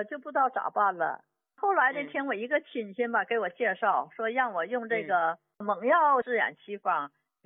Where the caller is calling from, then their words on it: Shenyang, Liaoning, China; 我是沈阳的。